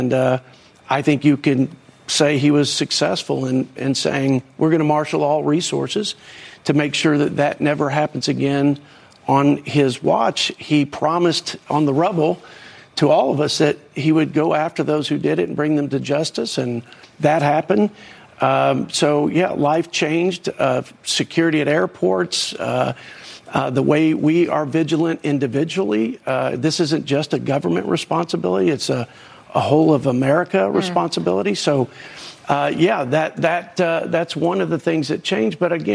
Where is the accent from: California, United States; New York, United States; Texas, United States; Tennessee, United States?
Texas, United States; as a Texan and as an American